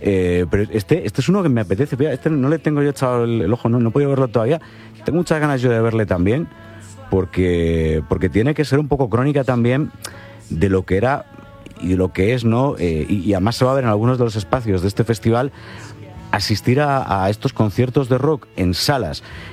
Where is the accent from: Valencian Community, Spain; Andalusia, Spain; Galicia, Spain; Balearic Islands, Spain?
Galicia, Spain; now in Madrid, Spain; Mira, yo soy gallego, pero llevo muchos años viviendo en Madrid.